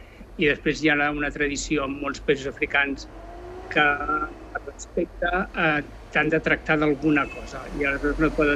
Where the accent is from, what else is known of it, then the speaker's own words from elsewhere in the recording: Sant Cugat del Vallès, Catalonia, Spain; also born or lived in Barcelona; Doncs mira, jo vaig néixer a Barcelona, vaig viure els meus primers 10 anys a Montornès del Vallès i després vaig canviar de Vallès i he estat i crescut a Sant Cugat del Vallès.